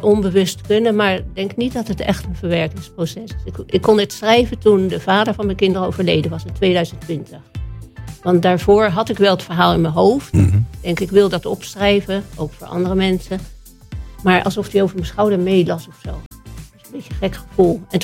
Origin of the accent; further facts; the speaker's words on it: Leiden, South Holland, Netherlands; Ik kom uit Leiden, geboren en getogen.